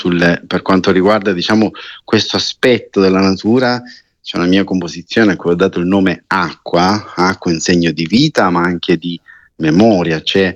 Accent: Sicily, Italy

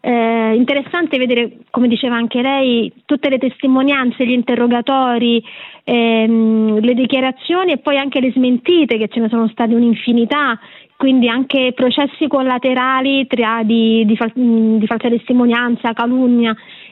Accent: Rome, Lazio, Italy; camminando sotto, sono di Roma, sotto Castel Sant'Angelo

